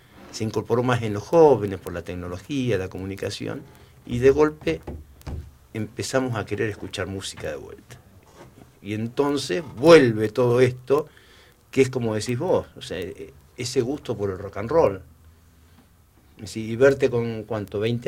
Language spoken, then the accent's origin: Spanish; Santa Cruz, Argentina; Es cantar desde nuestra tierra hacia el resto